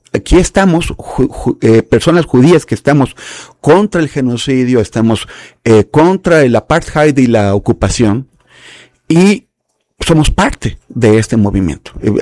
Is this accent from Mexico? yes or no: yes; Mexico; O sea, nosotros como mexicanos, los franceses como franceses, los italianos pueden tener una ideología de derechas, de izquierda